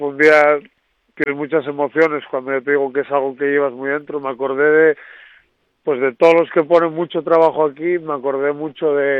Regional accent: Infiesto, Asturias, Spain; also born or lived in Nava; now in Noreña, Spain; Yo soy de Infiesto, pero bueno, mi mujer es de Nava, tengo mucha vida en Nava, tengo familia en Nava, y tuve la suerte, yo ahora vivo en Noreña, soy un noreñense más

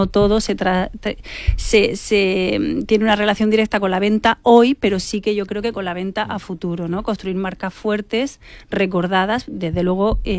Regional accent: Almería, Andalusia, Spain; yo que soy de Almería

